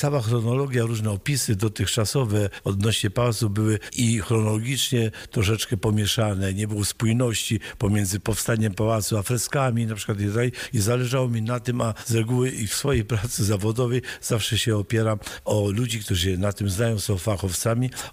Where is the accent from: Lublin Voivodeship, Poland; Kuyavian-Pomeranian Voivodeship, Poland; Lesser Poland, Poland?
Kuyavian-Pomeranian Voivodeship, Poland; Skępe; born or raised there; moved away